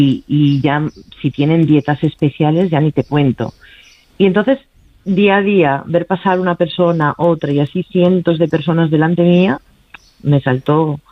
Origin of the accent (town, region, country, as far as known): Galicia, Spain; born or raised there; also born or lived in Madrid